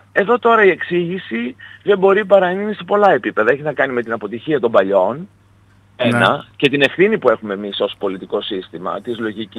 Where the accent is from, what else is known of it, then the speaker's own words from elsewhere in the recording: Thessaloniki, Central Macedonia, Greece; γιατί εγώ ως Θεσσαλονικιός ξέρω, το παίρνω και προσωπικά κάπου και προσβάλλομαι